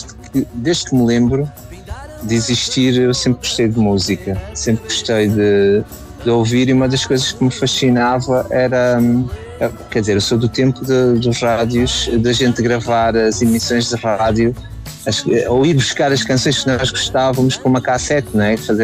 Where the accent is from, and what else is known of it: Póvoa de Varzim, Porto, Portugal; born or raised there